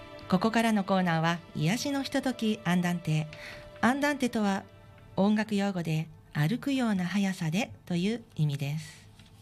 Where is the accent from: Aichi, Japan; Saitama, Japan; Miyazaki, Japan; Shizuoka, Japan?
Saitama, Japan; Fukaya; 私たちのふるさとがね、大寄りということで、